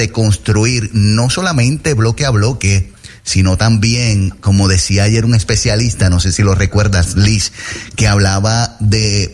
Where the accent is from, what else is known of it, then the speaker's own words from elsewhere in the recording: Puerto Rico; lo que vivimos como boricuas